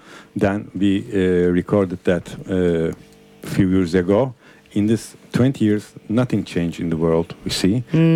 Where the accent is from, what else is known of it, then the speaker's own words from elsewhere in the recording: Turkey; my hometown, Turkey